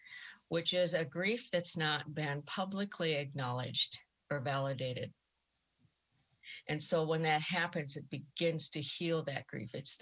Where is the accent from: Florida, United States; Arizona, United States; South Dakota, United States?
South Dakota, United States